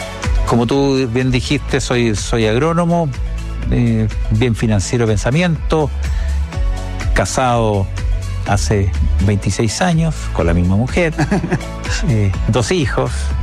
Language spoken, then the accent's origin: Spanish; Coquimbo, Chile; born or raised there